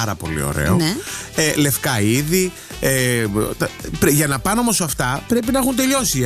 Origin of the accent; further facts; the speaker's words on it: Athens, Attica, Greece; Αλλά και με ρωτάει εμένα που είμαι από την Αθήνα να του πω τι γίνεται.